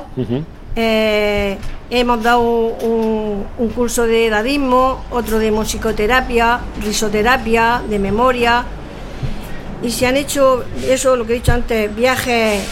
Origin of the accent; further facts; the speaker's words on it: Marchena, Andalusia, Spain; born there; moved away as an adult; Nací en la pedanía de Marchena. ¿Sí? Pero me vine aquí cuando tenía 20 años.